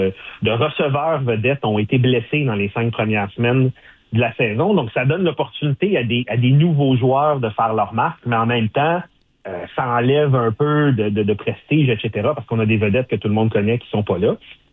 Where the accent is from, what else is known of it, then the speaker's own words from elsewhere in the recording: Montreal, Quebec, Canada; Et contrairement à plusieurs jeunes Québécois, malgré que j'ai grandi à Montréal, dans un quartier ouvrier à Montréal